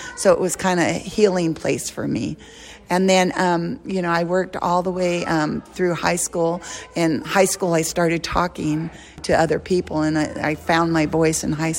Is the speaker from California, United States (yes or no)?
yes; Barstow, California, United States; accent: New York; So that's where we landed, and that's where I grew up, in Barstow.